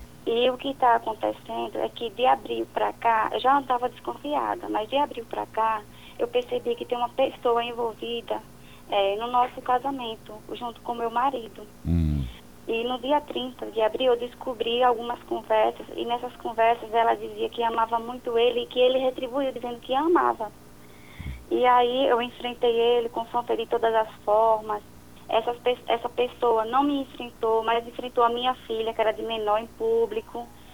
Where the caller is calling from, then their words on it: Sergipe, Brazil; Eu falo de Sergipe.